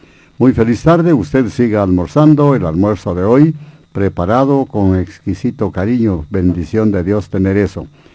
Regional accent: Guatemala; Somos guatemaltecos

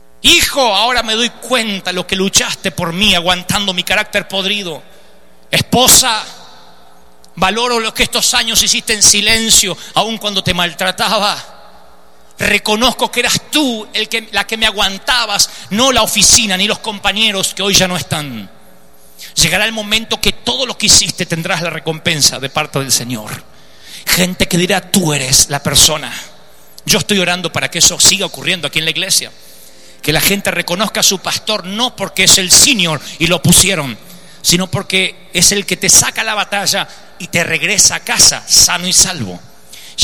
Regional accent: Argentina; Qué patéticos somos los argentinos.

